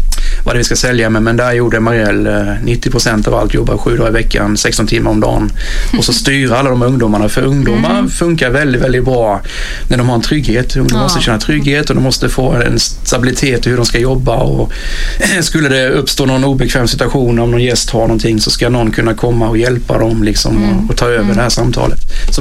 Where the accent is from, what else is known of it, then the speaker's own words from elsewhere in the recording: Sweden; Det var ju väldigt mycket det är ju mycket natur uppe i Hjortsberget. Jag var ju väldigt mycket på Hjortsberget när jag växte upp.